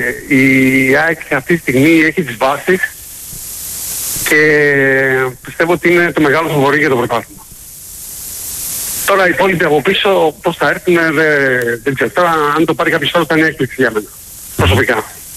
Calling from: Bristol, South West England, United Kingdom; είμαι από τον Bristol

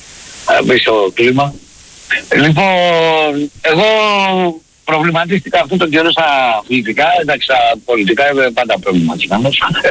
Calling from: Nea Makri, Attica, Greece; από Νέα Μάκρη

